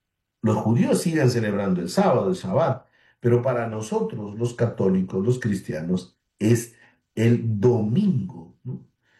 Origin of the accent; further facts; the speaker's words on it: Tumbes, Peru; Saludar a todos nuestros hermanos norteños, mis paisanos, yo soy de Tumbes